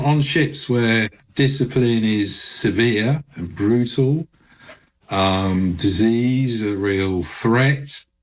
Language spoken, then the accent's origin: English; London, United Kingdom; And, you know, as a Londoner, you know, I'm fascinated by, at that point, the biggest city in Europe